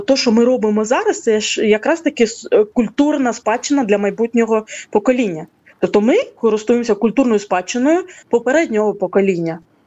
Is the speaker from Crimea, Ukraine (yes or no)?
yes; Crimea, Ukraine; Ось, і він розказував, як ми пов'язані, кримські татари, да, пов'язані з Польщею по історії.